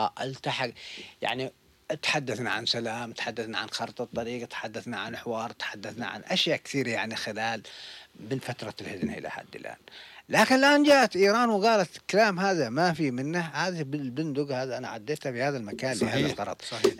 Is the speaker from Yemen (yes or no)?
yes; Yemen; نحن وجها لوجه مع إيران كيمنيين.